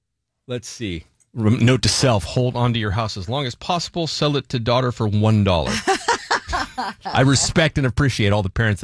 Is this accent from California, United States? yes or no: yes; Salinas, California, United States; moved away as an adult; also born or lived in San Luis Obispo / Santa Maria; Salinas, number nine, my hometown.